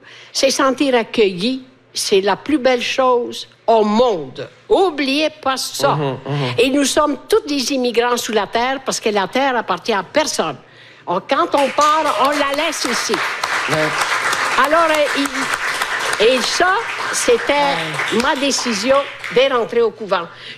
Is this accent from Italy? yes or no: yes; Italy; French is a second language